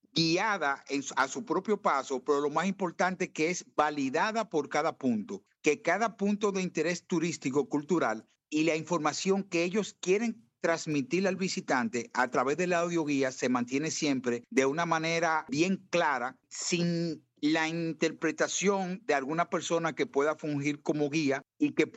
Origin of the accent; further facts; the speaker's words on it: Dominican Republic; nuestra historia, nuestra cultura y nuestras raíces